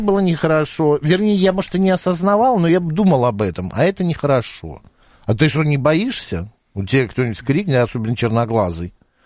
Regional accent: Moscow, Russia; Я говорю, в смысле, я из Москвы.

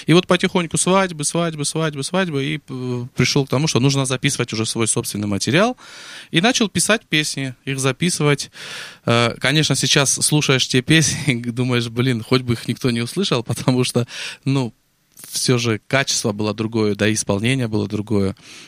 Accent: Armenia; Смотрите, я армянин. Я, естественно, пою восточные песни, там, кавказские песни, армянские песни.

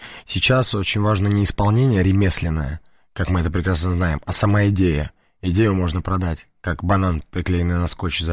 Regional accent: Moscow, Russia; born there; Мы сами родились в Москве, на Бабушкинской.

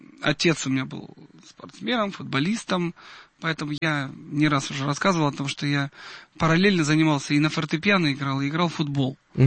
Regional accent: Odesa, Odesa Oblast, Ukraine; moved away; Я отдыхал в своем родном городе, где я родился, в Одессе

